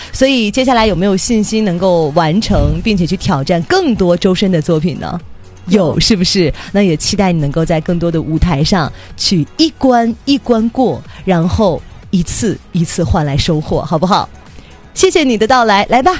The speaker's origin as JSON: {"language": "Chinese", "region": "Jilin", "country": "China"}